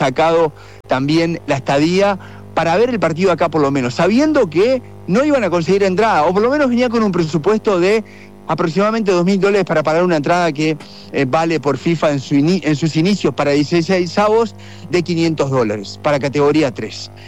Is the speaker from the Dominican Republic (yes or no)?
no; Uruguay; te sentás a comer algo y sientes que sos uruguayo y te charlan en la íntima, sin gozarte, pero nos dicen, perdieron la mística